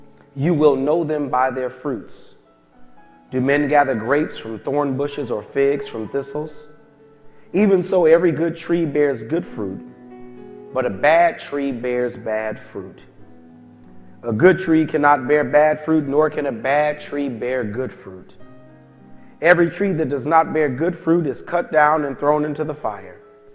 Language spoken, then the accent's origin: English; Springfield, Massachusetts, United States; well, you remember, I came from Springfield, Massachusetts. And if you want to know what Springfield, Massachusetts was like, close your eyes, tell me what you see. So to come from there to here is fabulous.